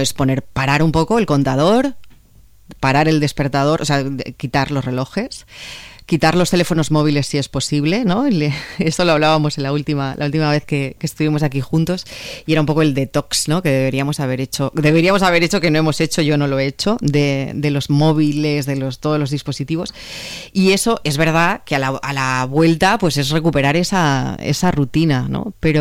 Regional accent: Balearic Islands, Spain; yo como mallorquina

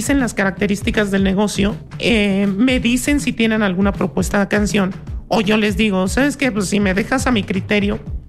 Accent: Tlaxcala, Mexico; Yo vengo de Tlaxcala.

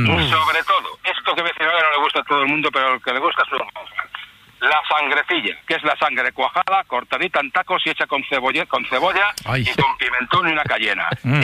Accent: Valladolid, Castile and León, Spain; Yo soy de Valladolid, de capital, ¿vale? Generaciones.

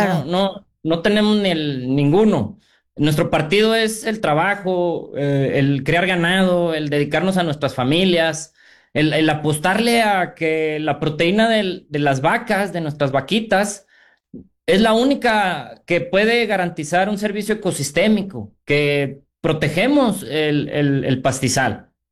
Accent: Mexico; Y eso es la mayor soberanía que podemos tener como mexicanos

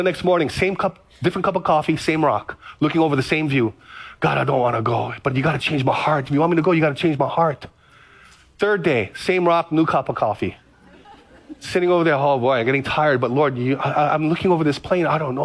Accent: Big Island, Hawaii, United States; now in Kaneohe, United States; I'm from the Big Island, FBI. Kaneohe, I'm in Kaneohe, get plenty of rain.

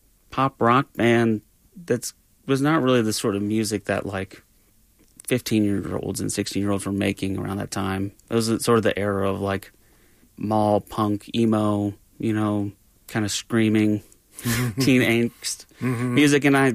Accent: Cincinnati, Ohio, United States; moved away as an adult; now in Nashville, United States; I grew up in Cincinnati, Ohio.

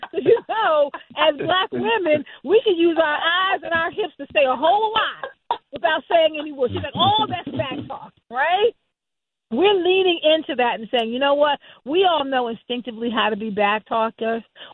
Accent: South Carolina, United States; I can because I grew up there, you know, at the home of, you know, Black Baptist Southerners. So I'm from South Carolina

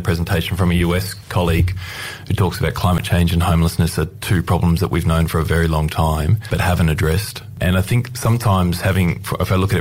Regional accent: New South Wales, Australia; And I grew up in the Blue Mountains for a period as well.

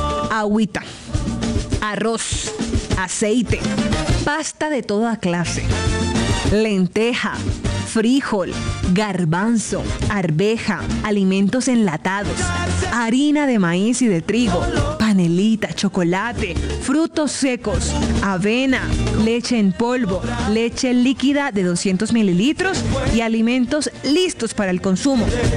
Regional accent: Colombia; Eso somos los colombianos. Eso es Colombia. Tierra humilde, sencilla y echada para adelante.

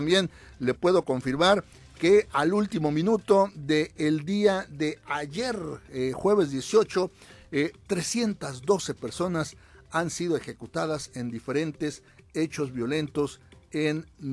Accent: Mexico; Que por cierto, ¿por qué no somos los mexicanos como los japoneses?

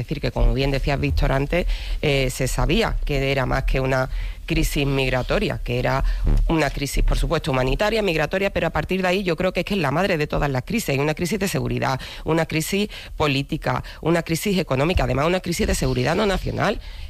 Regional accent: Andalusia, Spain; Es que yo soy andaluza

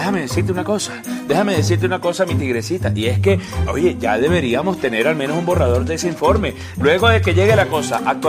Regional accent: Italy; Mira, yo también soy italiano, entonces aquí se trabaja también con el horario de Europa

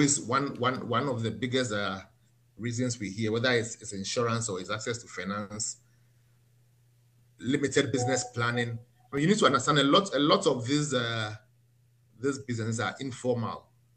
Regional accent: Ghana

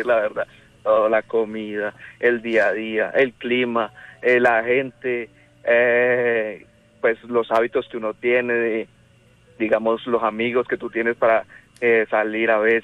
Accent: Bucaramanga, Santander, Colombia; mis papás están en Colombia, en Bucaramanga, exactamente, yo soy de Bucaramanga.

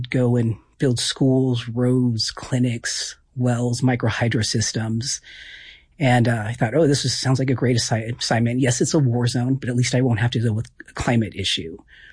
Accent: Pacific Northwest, United States; And we moved around quite a bit. I've spent most of my life up in the Pacific Northwest

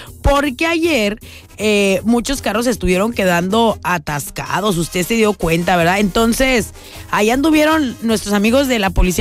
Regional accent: Mexico

